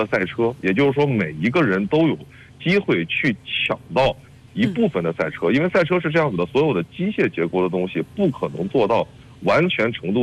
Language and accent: Chinese; Shandong, China; 现在在上海的周冠宇，也是咱们山东老乡